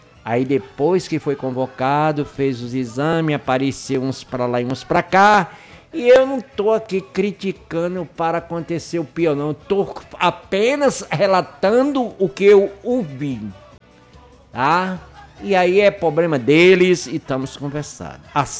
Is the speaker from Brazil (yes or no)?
yes; Brazil; eu, como brasileiro